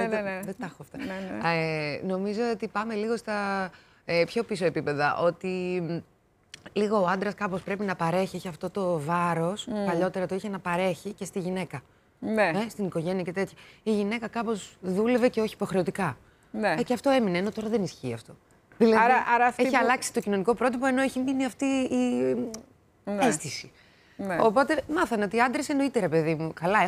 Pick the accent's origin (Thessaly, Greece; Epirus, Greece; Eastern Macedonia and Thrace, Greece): Eastern Macedonia and Thrace, Greece; Drama; moved away; Γύρισα, πήγα και στην πόλη μου, στη Δράμα.